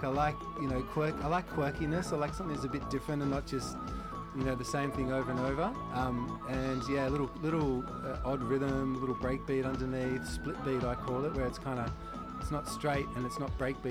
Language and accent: English; Sydney, New South Wales, Australia; born there; moved away as an adult; also born or lived in Newcastle / Brisbane; it's still considered my hometown